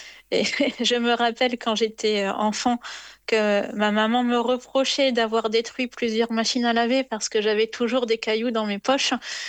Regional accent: Normandy, France; Moi, je suis originaire de Normandie.

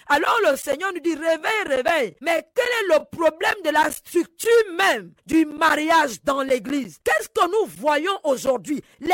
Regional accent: Gabon; now in Côte d'Ivoire; est récurrent au Gabon chez moi? On a eu cela. Tout le monde est d'accord avec moi que ça ne va pas. Je viens ici en Côte d'Ivoire, j'entends pire.

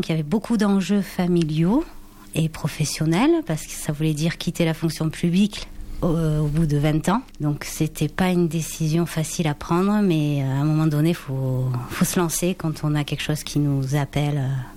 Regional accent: Nouvelle-Aquitaine, France; now in Gavarnie, France; Alors avant, nous étions dans la fonction publique. On vient de Gironde.

